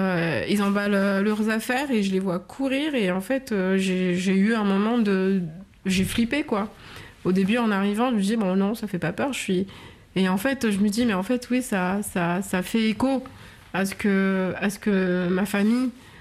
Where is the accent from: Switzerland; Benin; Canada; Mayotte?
Mayotte; Dzaoudzi; moved away; à la mairie de Dzaoudzi, là où j'ai grandi.